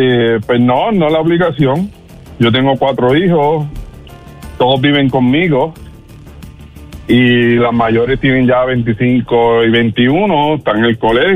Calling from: Missouri, United States; literalmente yo vivo en Missouri.

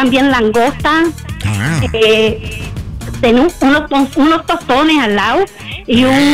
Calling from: Lakeland, Florida, United States; estoy llamando de Lakeland, Florida

